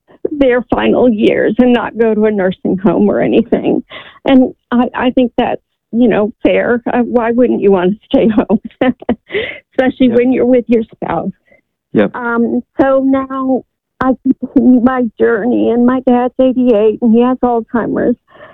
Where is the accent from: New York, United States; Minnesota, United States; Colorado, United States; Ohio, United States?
Colorado, United States; now in Massachusetts, United States; I came from Colorado, and I ended up needing to sell my condo, and I've just been here. I don't consider myself a Massachusetts person